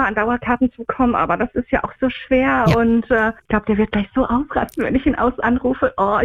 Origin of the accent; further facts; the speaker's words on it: Unna, North Rhine-Westphalia, Germany; moved away as an adult; also born or lived in Papenburg; ich komme ursprünglich aus Unna und ich habe, bis ich 18 war, auch in Unna gewohnt. Dann bin ich nach Papenburg gegangen und jetzt vor, also 4 Jahre habe ich da gewohnt und jetzt wieder zurückgekommen